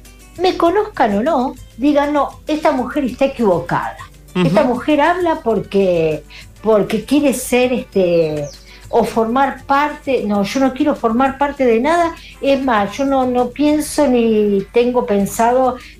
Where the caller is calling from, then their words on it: Granadero Baigorria, Santa Fe, Argentina; de Granadero Baigorria.